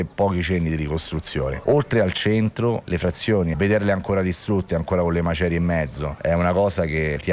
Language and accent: Italian; Amatrice, Lazio, Italy; alla Amatrice. Era notte, ma io, oltre ad essere sveglio, stavo proprio al centro. Io ho visto tutto il mio paese distruggersi